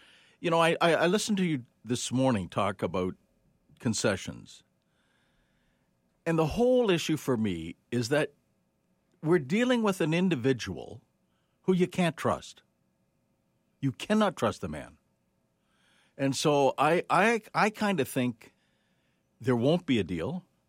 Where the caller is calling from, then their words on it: Canada; as a Canadian